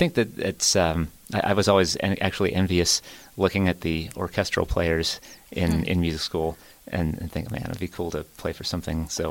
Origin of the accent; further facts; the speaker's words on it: Pittsburgh, Pennsylvania, United States; now in Dormont, United States; Brookline is the first area. I'm in Dormont now, but yeah.